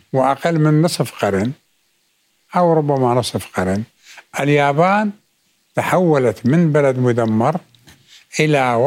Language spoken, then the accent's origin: Arabic; Iraq; now in Moscow, Russia